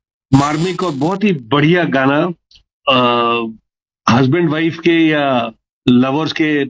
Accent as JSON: {"language": "Hindi", "town": "Kota", "region": "Rajasthan", "country": "India", "moved": "yes", "lives_now": "Jaipur, India", "said": "जयपुर में वैशाली नगर में रहता हूं। यहां पर मैंने अपना मकान बनाया है। ओरिजिनली हम लोग सब कोटा से बिलोंग करते हैं। अभी 20 साल से मैं जयपुर में रह रहा हूं।"}